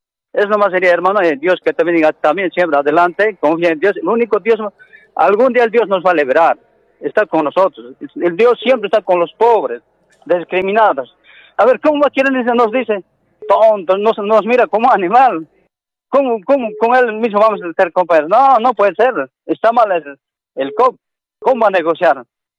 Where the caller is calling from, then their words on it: Bolivia; Yo soy de aquí. Soy boliviano. No soy extranjero.